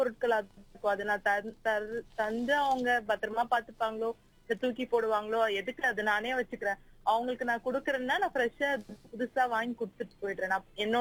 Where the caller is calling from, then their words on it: Chennai, Tamil Nadu, India; நான் Chennai K K நகர்ல இருந்து